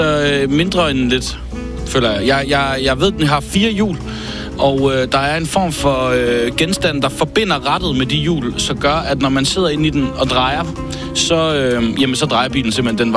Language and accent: Danish; Jutland, Denmark; fordi jeg er fra Jylland